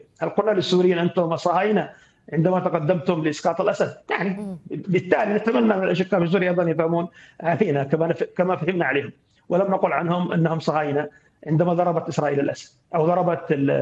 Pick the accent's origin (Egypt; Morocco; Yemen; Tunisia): Yemen; يعني تقاطعت مصلحتنا نحن كيمنيين مع مصلحة السعوديين